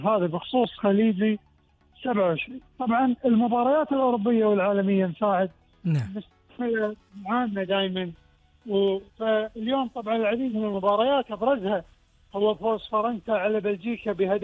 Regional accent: Kuwait

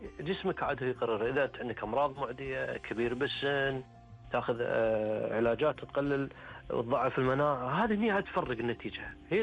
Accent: Kuwait; عندنا بالكويت

